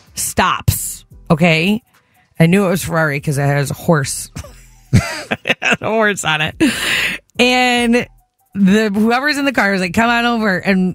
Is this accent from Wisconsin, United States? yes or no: no; Detroit, Michigan, United States; we grew up in Detroit, went to a Tigers game, okay?